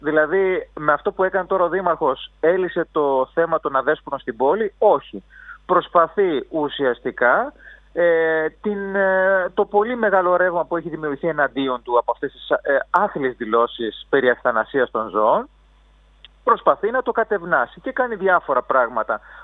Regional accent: Volos, Thessaly, Greece; σαν βολιώτης

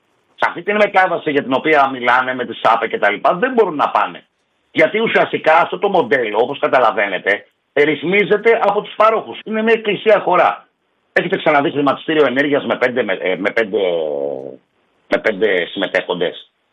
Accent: Aliveri, Central Greece, Greece; Λοιπόν, εγώ η καταγωγή μου είναι από το Αλιβέρι της Εύβοιας.

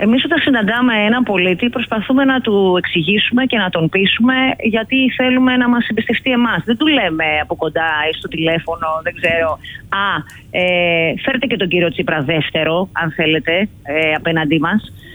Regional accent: Grevena, Western Macedonia, Greece; born or raised there

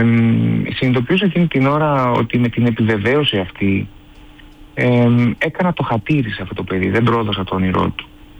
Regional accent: Greece; also born or lived in France; Είμαι 100% Έλληνας και 100% Γάλλος σε όλες τις εκφάνσεις της ζωής μου.

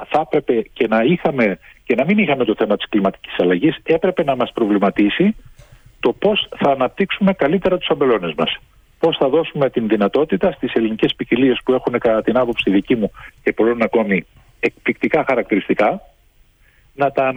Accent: Macedonia, Greece; Ναι, το μεγαλύτερο μέρος της ζωής μου είναι, είμαι Μακεδόνας.

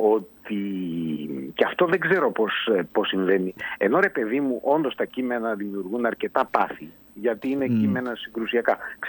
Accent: Mani, Peloponnese, Greece; ας πούμε ότι είμαι ένας ημιεγγράμματος από τη Μάνη.

